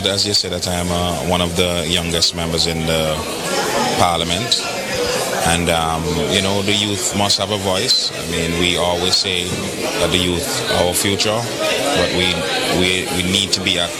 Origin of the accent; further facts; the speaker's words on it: Saint John, Antigua & Barbuda; I'm from All Saints West. I was born, raised in All Saints West.